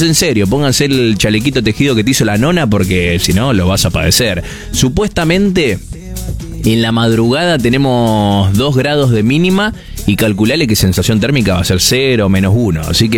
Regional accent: Concordia, Entre Ríos, Argentina; Somos todos de Concordia, Entre Ríos.

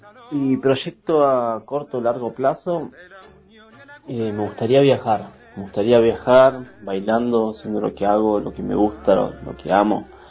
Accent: San Martín de los Andes, Neuquén, Argentina; born there; soy nacido en San Martín de los Andes y en el 2012 comencé clases de tango

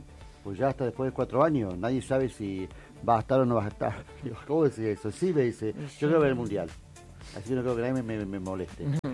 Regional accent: Argentina; acuérdense que somos argentinos y queremos ganar.

